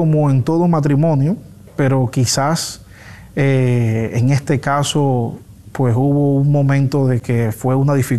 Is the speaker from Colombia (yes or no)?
yes; Colombia; moved away as an adult; now in Dominican Republic; a nosotros como colombianos